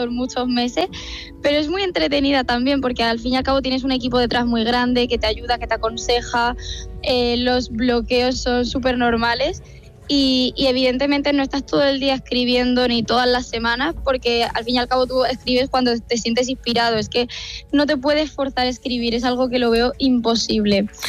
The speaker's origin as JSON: {"language": "Spanish", "town": "Murcia", "region": "Region of Murcia", "country": "Spain", "tie": "born or raised there", "said": "De Murcia capital, exactamente. De centro. De hecho, cuando me confunden con el acento digo, no puede ser, si es súper reconocible."}